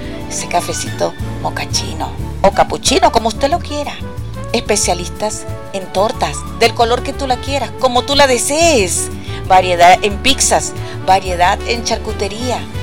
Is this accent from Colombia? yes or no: no; Venezuela; hemos querido llegar a donde deseamos como venezolanos